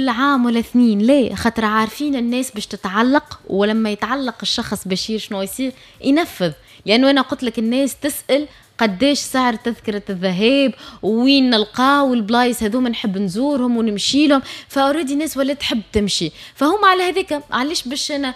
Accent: Tunisia; accent: Tunisian dialect

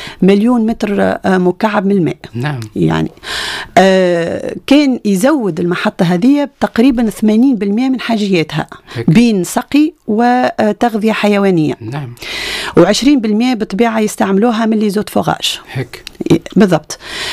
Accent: Tunisia; احنا توا في تونس

